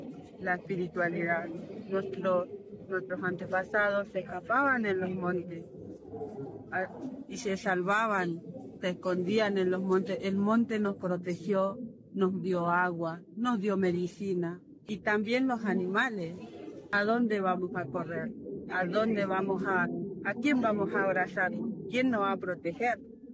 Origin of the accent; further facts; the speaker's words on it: Rosario, Santa Fe, Argentina; vengo de Rosario, soy de la comunidad Kom.